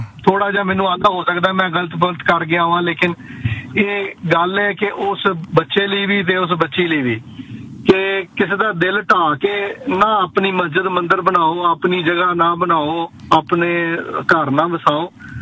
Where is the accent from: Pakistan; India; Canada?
Pakistan; Lahore, Punjab; ਮੈਂ ਪਾਕਿਸਤਾਨ ਲਾਹੌਰ ਪੰਜਾਬ ਤੋਂ ਆ।